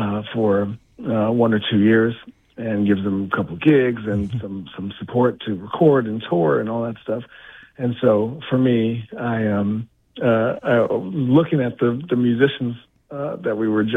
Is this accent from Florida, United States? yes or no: yes; Miami, Florida, United States; also born or lived in Montclair, New Jersey; I grew up in Miami, Florida.